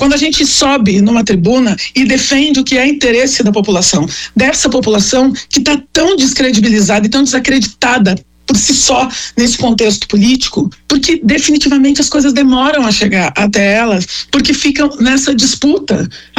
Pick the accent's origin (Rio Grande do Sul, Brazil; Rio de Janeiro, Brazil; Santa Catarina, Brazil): Rio Grande do Sul, Brazil; Porto Alegre; Eu sou uma figura que eu cresci numa ocupação aqui em Porto Alegre, numa comunidade.